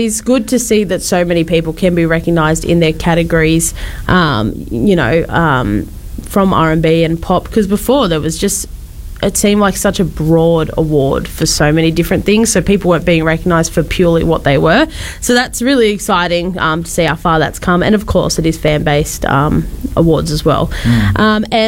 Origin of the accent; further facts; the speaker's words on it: Australia; even though I am Australian